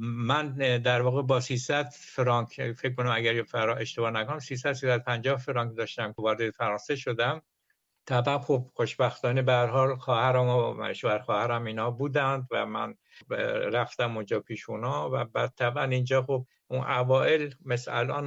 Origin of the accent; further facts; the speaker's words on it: Iran; born there; moved away as an adult; also born or lived in Tehran, Iran / Ankara, Turkey; مهاجرت اول از ده بود به تهران که من تو سن 13 حدودا نزدیک 14 سال بود که از ده به شهر اومدم، به تهران اومدم.